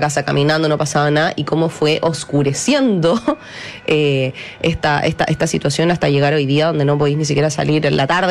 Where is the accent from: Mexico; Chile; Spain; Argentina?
Chile; Antofagasta; moved away as an adult; yo soy del norte, yo nací en Antofagasta, estudié mi colegio, universidad, casi hasta el final, digamos, hasta cuarto año. Entonces, yo me fui a los 21 años, 20 años de Antofagasta. Aún tengo familia viviendo allá, tengo en Arica, en Iquique también.